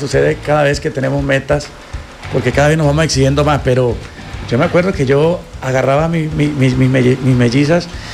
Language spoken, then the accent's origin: Spanish; Venezuela; now in Colombia; Yo hice cosas acá que no había hecho en mi país cuando arranqué la música llanera. Yo allá arranqué padrinado.